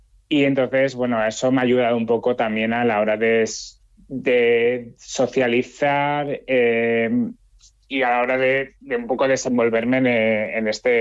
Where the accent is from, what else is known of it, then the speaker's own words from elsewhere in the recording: Spain; yo, como siendo español, me encanta España y adoro España